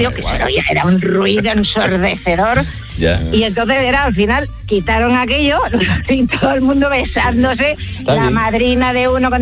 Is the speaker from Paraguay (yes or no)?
no; Seville, Andalusia, Spain; como que yo soy sevillana